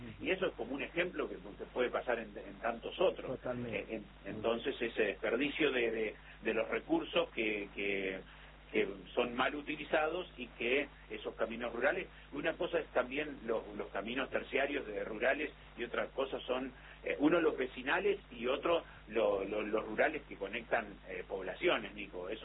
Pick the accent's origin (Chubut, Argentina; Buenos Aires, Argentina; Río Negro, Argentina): Buenos Aires, Argentina; voy para mi pueblo, que en el partido de Lincoln